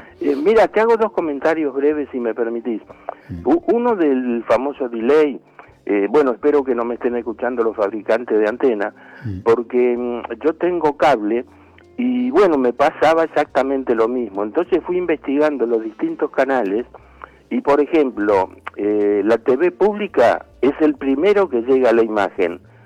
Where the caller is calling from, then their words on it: Villa Santa Rita, Buenos Aires, Argentina; de Villa Santa Rita.